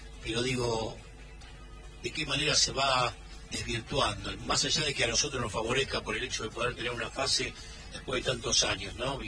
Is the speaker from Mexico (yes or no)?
no; Argentina; los argentinos somos realmente una raza que ha sufrido y se ha reinventado y se ha vuelto a nacer de sus cenizas en miles de oportunidades.